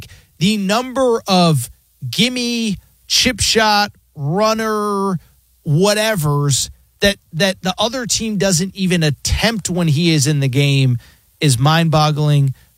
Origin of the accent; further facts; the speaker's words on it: Connecticut, United States; now in Los Angeles, United States; growing up in Connecticut, we watch basketball.